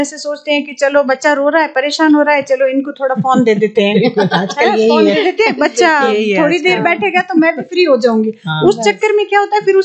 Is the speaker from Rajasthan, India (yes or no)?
yes; Rajasthan, India; मेरा गांव है पोकरण के पास है, उजला गांव है।